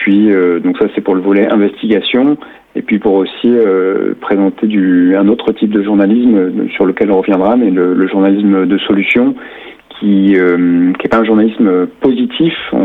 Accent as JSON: {"language": "French", "region": "Brittany", "country": "France", "tie": "born or raised there", "moved": "as an adult", "lives_now": "Toulouse, France", "said": "Je suis né et j'ai grandi en Bretagne et je me suis installé à Toulouse en 2009 dans le cadre de mes études et puis définitivement en 2014"}